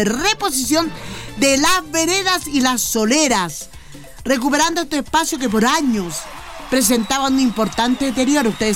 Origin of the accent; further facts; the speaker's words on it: Calama, Antofagasta, Chile; Nuestra ciudad de Calama.